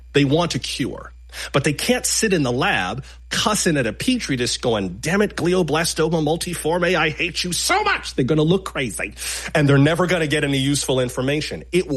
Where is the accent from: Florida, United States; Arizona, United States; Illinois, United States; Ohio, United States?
Florida, United States; I grew up in South Florida, so I know from this.